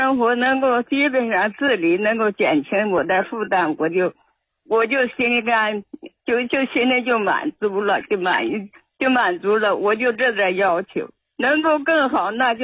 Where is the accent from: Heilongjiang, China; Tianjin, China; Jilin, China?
Heilongjiang, China; Qiqihar; 我是齐齐哈尔大民屯的，